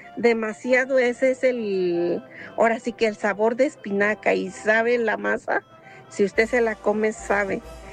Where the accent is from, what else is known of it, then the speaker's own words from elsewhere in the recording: Xochimilco, Mexico City, Mexico; also born or lived in Toluca, State of Mexico; yo soy del estado de Toluca, pero vivo en Xochimilco desde muy pequeña y sembramos las verduras.